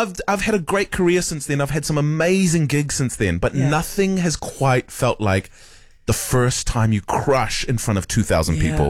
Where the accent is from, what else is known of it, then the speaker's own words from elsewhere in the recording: New Zealand; I was born here and raised here. So I know nothing more. I know nothing else other than New Zealand.